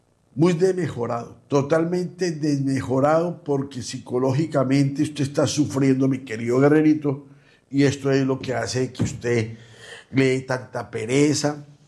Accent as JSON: {"language": "Spanish", "country": "Mexico", "said": "Porque yo vengo desde México, donde se venera, donde se hacen altares a la Santa Muerte."}